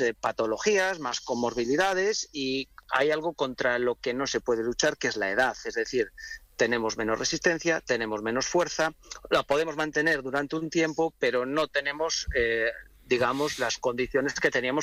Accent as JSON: {"language": "Spanish", "region": "Galicia", "country": "Spain", "said": "Mira, yo soy de Galicia y estamos teniendo temperaturas en Galicia que son, bueno, una barbaridad en comparación con la fecha y con otros años."}